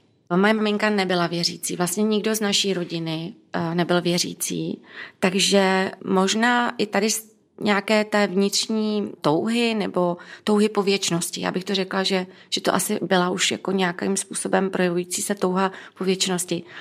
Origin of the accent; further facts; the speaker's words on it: Duchcov, Ústí nad Labem Region, Czechia; protože jeden z nich je konkrétní kaplička blízko města, kde bydlím, já jsem z Duchcova